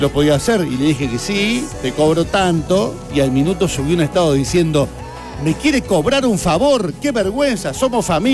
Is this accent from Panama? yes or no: no; Salta, Argentina; now in Córdoba, Argentina; de Salta. Estoy viviendo acá en Córdoba con mi familia.